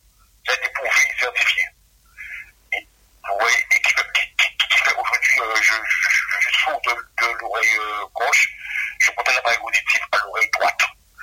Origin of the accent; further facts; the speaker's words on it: Guadeloupe; sachez une chose, moi je suis un Guadeloupéen et j'ai le mental, et la force de tenir malgré tout.